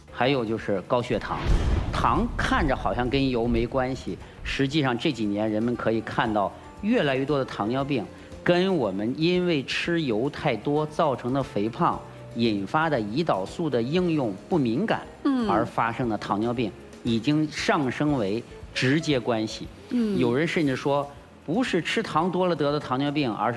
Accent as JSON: {"language": "Chinese", "country": "China", "said": "为了维持我们中国人的健康"}